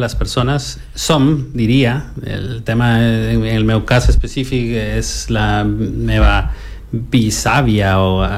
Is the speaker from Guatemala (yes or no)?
yes; Guatemala City, Guatemala Department, Guatemala; Catalan is a second language; moved away as an adult; now in Barcelona, Spain; vaig néixer a Guatemala a l'any 77 i vaig viure allà fins als 18 anys i tinc tota la meva família allà